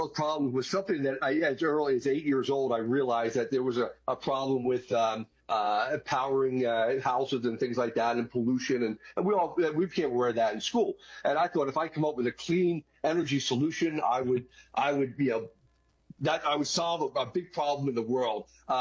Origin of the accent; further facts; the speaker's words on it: Philadelphia, Pennsylvania, United States; Well, I'm from Philadelphia, outside of Philadelphia in the suburbs.